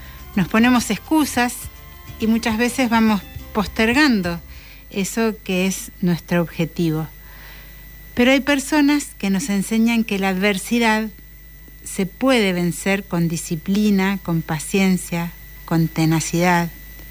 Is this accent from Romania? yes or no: no; Patagonia, Argentina; soy cantora de la Patagonia.